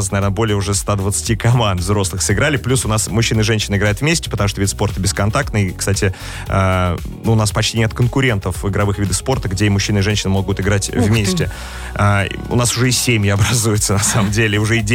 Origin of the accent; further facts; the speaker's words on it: Zelenograd, Moscow, Russia; я из Зеленограда